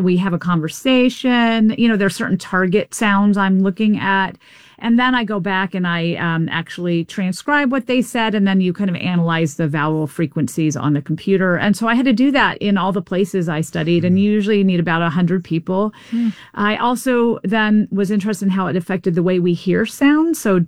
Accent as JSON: {"language": "English", "region": "the South", "country": "United States", "tie": "born or raised there", "said": "And I grew up in the South, an urban area of the South."}